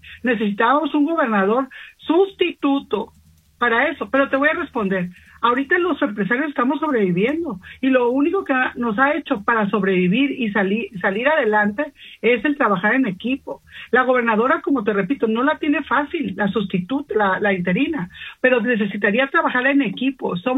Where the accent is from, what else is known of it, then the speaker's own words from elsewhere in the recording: Sinaloa, Mexico; así somos los sinaloenses